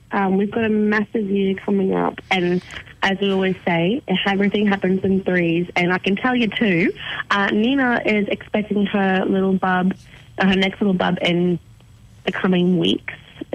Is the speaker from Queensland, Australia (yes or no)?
yes; Cairns, Queensland, Australia; now in Brisbane, Australia; Well, we're from Cairns, and it's so funny. A lot of our family still live up there.